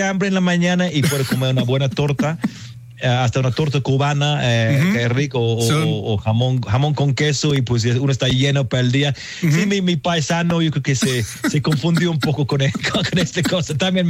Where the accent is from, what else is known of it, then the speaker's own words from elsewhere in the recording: England, United Kingdom; Yo, como soy de Inglaterra